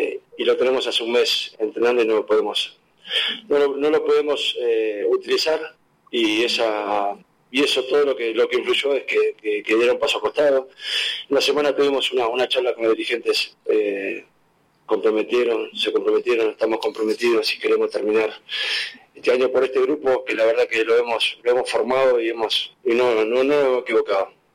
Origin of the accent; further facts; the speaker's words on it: Venezuela; Creo que, siendo venezolano, creo que es un equipo que juega bien.